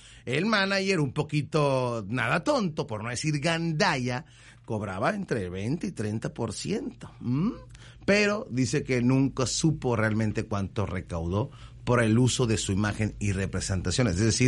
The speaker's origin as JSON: {"language": "Spanish", "region": "Veracruz", "country": "Mexico", "said": "Ahora sí, es jarocho así, más escandaloso, primo. Somos costeños, padre."}